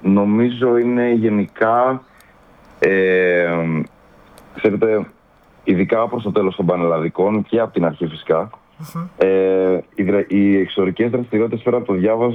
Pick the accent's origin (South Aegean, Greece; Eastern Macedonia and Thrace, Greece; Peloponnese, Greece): South Aegean, Greece; Rhodes; ως νησιώτες είμαστε εδώ η ναυαρχίδα του τουρισμού.